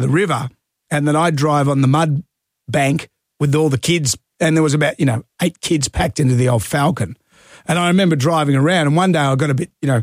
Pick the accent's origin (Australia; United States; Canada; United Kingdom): Australia; No, I'm just Australian, so we don't have any sort